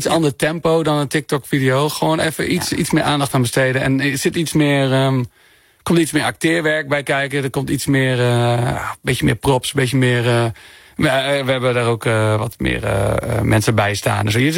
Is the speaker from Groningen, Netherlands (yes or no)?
yes; Groningen, Netherlands; ik kom zelf dus ook uit Oost-Groningen 0597